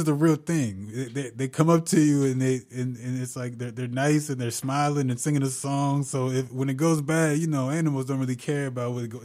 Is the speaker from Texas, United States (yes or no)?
no; Illinois, United States; Like, I was born and raised in Illinois